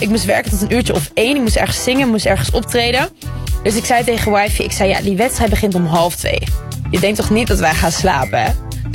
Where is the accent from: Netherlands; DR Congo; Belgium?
DR Congo; ik heb het sowieso vaak over Congo, omdat het mijn vaderland is.